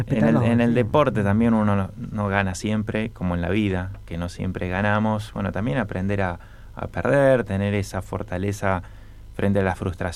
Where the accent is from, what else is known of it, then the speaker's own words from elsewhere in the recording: San Lorenzo, Santa Fe, Argentina; Yo soy de San Lorenzo, no soy de Rosario. Y bueno, fui al Colegio San Carlos, ahí en San Lorenzo, un colegio franciscano.